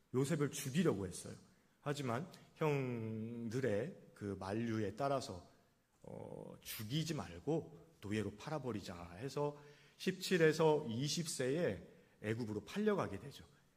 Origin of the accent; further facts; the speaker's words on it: Jeolla, South Korea; accent: Jeolla dialect; 저는 전라도 사투리로